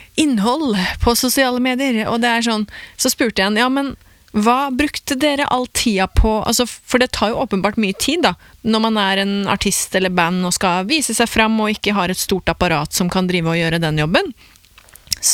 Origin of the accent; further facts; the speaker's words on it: Porsgrunn, Telemark, Norway; Born and bred. Jeg er fra Porsgrunn, så vi er telemarking i begge to, da.